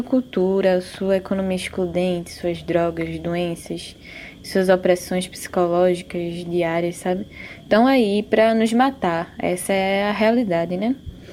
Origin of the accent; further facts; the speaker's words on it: Olinda, Pernambuco, Brazil; now in Cuieiras, Igarassu, Brazil; sou natural de Olinda, mas moro aqui em Cuieiras, que é a terra natal da minha família materna, né?